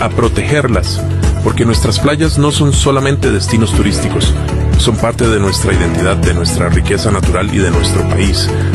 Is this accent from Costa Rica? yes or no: yes; Costa Rica; nos identifica como costarricenses